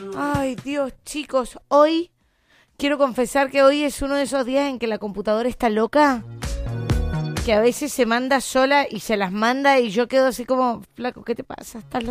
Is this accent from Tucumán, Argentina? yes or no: no; Guaymallén, Mendoza, Argentina; Hola, Navi, buen día … de Guaymallén